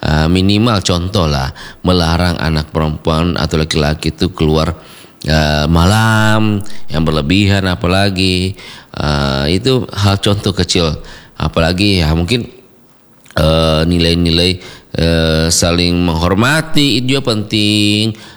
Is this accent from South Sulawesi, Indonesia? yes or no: yes; South Sulawesi, Indonesia; apalagi kita suku Bugis Makassar, mempunyai filosofi atau ilmu-ilmu yang diajarkan oleh orang tua dulu